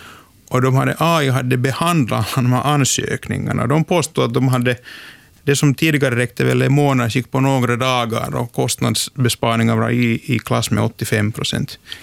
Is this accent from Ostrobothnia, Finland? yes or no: no; Pori, Satakunta, Finland; jag är själv från Björneborg